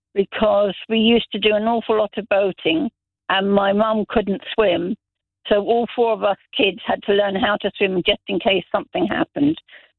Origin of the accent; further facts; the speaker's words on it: Zambia; I grew up in Zambia. Every school there had a swimming pool.